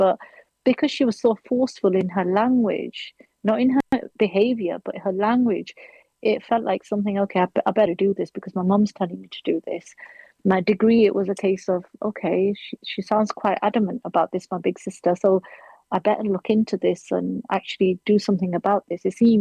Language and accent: English; Sheffield, Yorkshire and the Humber, United Kingdom; now in Luton, United Kingdom; I am now living in Luton and I am from Sheffield